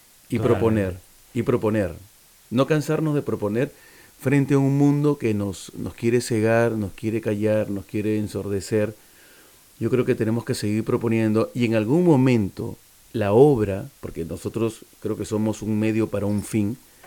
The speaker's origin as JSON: {"language": "Spanish", "country": "Peru", "moved": "yes", "said": "mi tierra, Perú"}